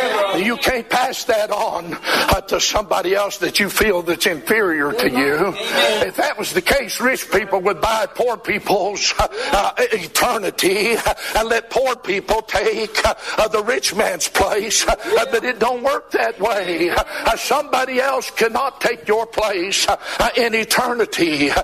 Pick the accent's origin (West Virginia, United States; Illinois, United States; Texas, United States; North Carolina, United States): West Virginia, United States; because I was born in Wayne County. I was born in Shredo. And say you go up to Charleston, and they'll find … for you, because I'm a citizen of West Virginia. And say, listen, lived there the most of my life.